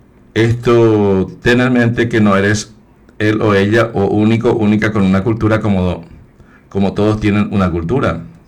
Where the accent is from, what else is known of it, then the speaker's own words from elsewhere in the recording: Paraguay; born there; yo soy paraguayo, nací en esta tierra. ¿Y cuál es mi identidad como culturalmente hablando? Es esa. Manejo el guaraní, el yopará y el español.